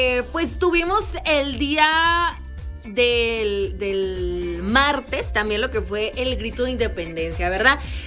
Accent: Mexico; Nuestra independencia de como mexicanos.

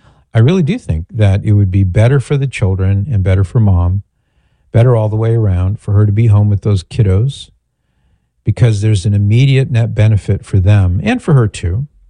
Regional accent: California, United States; Now, I'm from California, Rose, but I don't know where Bay Point is.

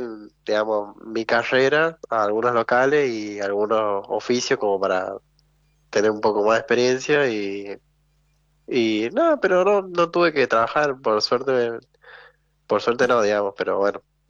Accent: San Juan, Argentina; also born or lived in Córdoba; Sí, capaz, capaz, es que no tengo mucho acento porque no viví siempre acá en San Juan, pero sí

